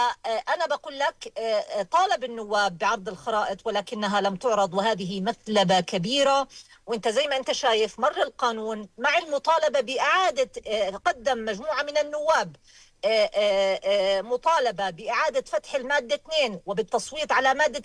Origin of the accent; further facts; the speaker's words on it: Jordan; أنا كمواطن أردني